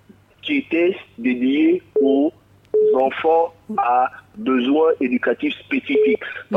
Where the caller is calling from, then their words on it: Gabon; Je suis à Kanda.